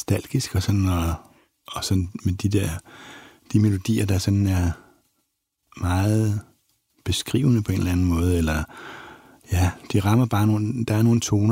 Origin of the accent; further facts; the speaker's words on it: Gudhjem, Capital Region of Denmark, Denmark; moved away; Og den sidste adresse, jeg boede på, det var faktisk min fars gamle atelier. Han var jo kunstmaler og malede og havde atelier i Gudhjem i mange, mange år, da vi var børn.